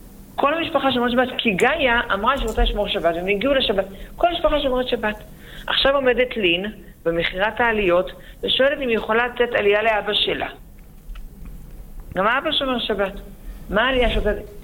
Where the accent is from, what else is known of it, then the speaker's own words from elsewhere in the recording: Jerusalem, Jerusalem District, Israel; אני גדלתי במאה שערים. לא עשיתי שום דבר להיוולד שם. פשוט נולדתי לתוך זה.